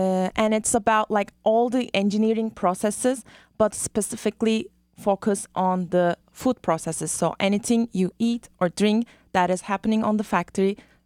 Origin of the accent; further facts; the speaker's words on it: Turkey; moved away as an adult; now in California, United States; Yeah, so I'm from Turkey and I go to the Middle East Technical University in the capital of Turkey, which is Ankara.